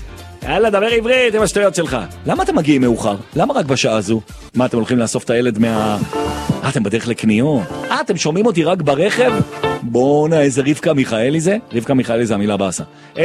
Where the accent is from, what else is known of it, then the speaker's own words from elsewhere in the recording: Jerusalem, Jerusalem District, Israel; גם אני ירושלמי בכלל.